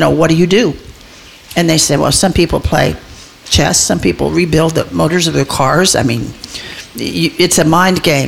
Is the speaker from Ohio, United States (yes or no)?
no; Kansas, United States; moved away; to envision the tall grass prairies back in Kansas where I had escaped. I always laughed and said I was an escapee from Kansas.